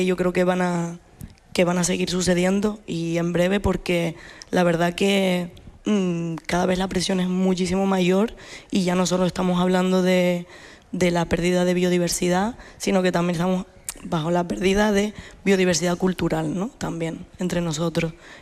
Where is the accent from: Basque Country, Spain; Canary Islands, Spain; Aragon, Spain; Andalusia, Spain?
Canary Islands, Spain; nos atraviesa a todas las personas que habitamos Canarias, que somos canarias, y desde que nacemos